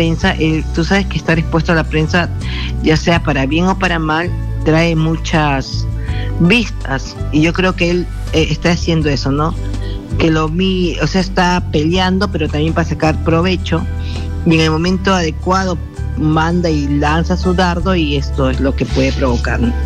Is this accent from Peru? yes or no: yes; Peru; nosotros como peruanos, como incas, con esta herencia mística